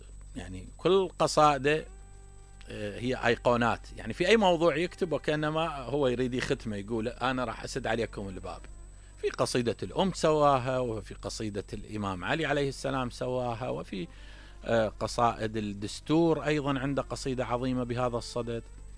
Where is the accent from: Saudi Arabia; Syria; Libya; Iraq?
Iraq; هنا عندنا بالعراق